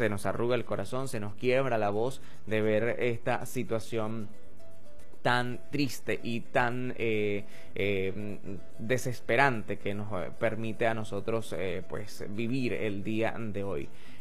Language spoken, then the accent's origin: Spanish; Venezuela; nosotros como venezolanos elevamos siempre la oración para que llegue la ayuda humanitaria.